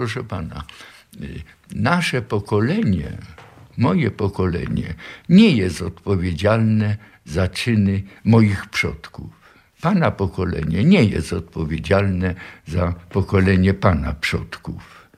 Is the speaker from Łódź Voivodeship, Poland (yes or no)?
yes; Łódź, Łódź Voivodeship, Poland; moved away as an adult; now in United States; urodziłem się w Łodzi, skończyłem gimnazjum Marszałka Piłsudskiego w 1931 roku, w 17 roku życia.